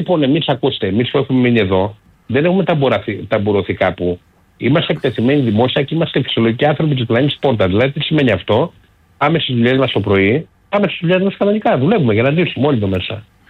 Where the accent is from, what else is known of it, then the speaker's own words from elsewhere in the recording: Amaliada, Western Greece, Greece; όπως λέμε στο χωριό μου στην Αμαλιάδα, ένας τσάρμι τύπος.